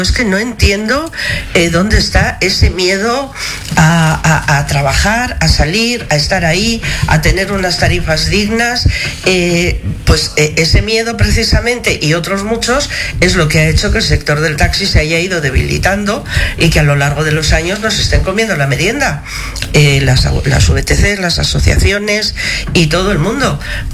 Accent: Madrid, Community of Madrid, Spain; yo vivía en la calle Ortega y Gasset 45.

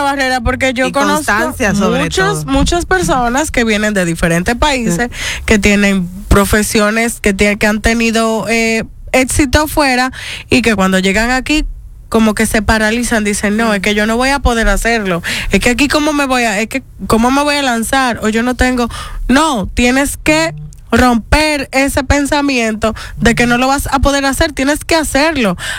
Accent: Dominican Republic; El segundo año era, yo soy dominicana, ven para acá.

